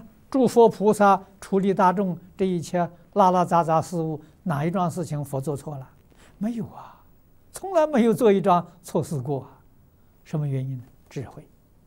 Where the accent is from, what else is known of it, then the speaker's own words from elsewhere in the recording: China; 我们中国人